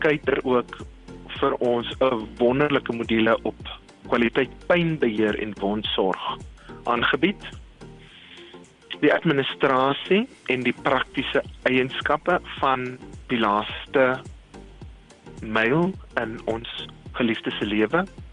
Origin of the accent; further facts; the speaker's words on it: Namibia; En ek is baie trots op dit wat ons as Namibië vermag het.